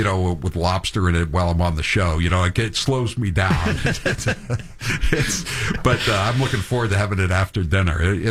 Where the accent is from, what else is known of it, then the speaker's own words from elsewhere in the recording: Kennebunkport, Maine, United States; I'm from Kennebunkport, like you